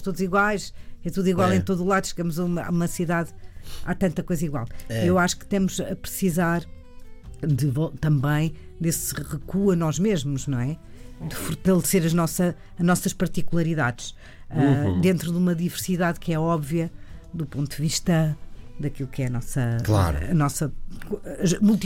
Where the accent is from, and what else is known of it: Portugal